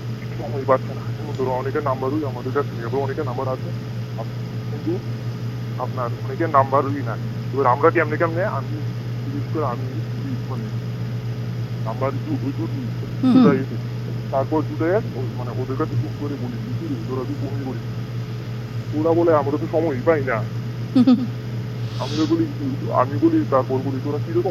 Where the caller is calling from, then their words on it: Agartala, Tripura, India; আমি আগরতলা থেকে